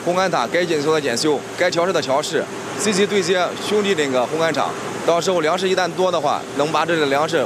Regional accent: Hubei, China; 从湖北，隔了3天吧，在那边。

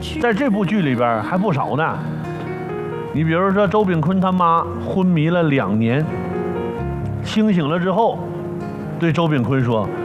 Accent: Northeast China, China; 你看咱们东北人就是很多深层的情感吧，他不太外露，很少往外表达，

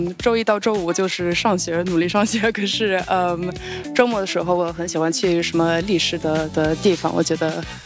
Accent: Germany; Chinese is a second language; now in Beijing, China; 我是德国人。

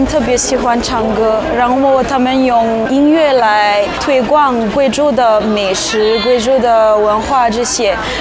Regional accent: Madagascar; Chinese is a second language; moved away as an adult; now in Guizhou, China; 我来自马达加斯加。

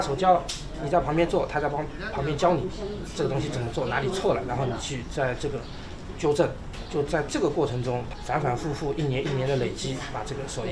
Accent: Shaoxing, Zhejiang, China; 那这个就是我们绍兴人的一个习俗吧

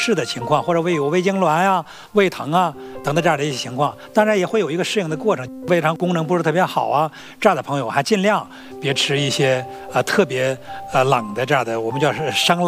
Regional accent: China; 但是对我们中国人来讲我们更习惯喝一些温热的饮品

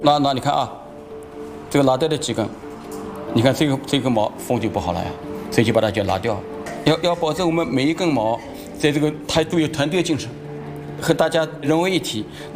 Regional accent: Yangzhou, Jiangsu, China; moved away as an adult; now in Shanghai, China; 刚才讲我是扬州人嘛

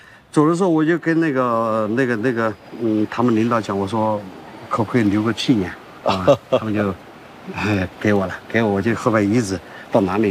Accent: Sichuan, China; 我说我是四川的，啊，低海拔上来的

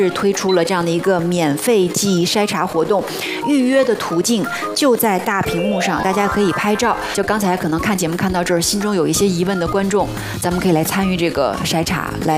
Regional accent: China

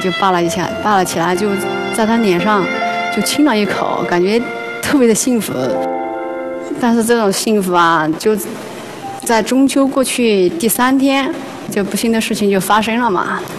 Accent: Chuxiong, Yunnan, China; 我来自云南郡雄。

